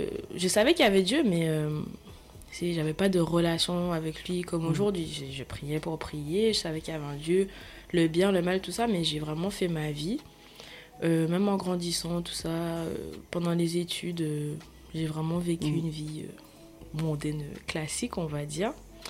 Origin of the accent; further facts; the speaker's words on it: Guadeloupe; j'ai grandi en Guadeloupe avec mes parents et tout.